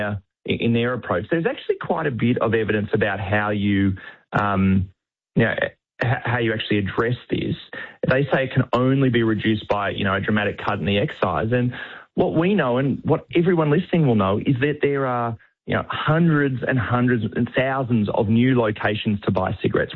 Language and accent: English; New South Wales, Australia; I'm from New South Wales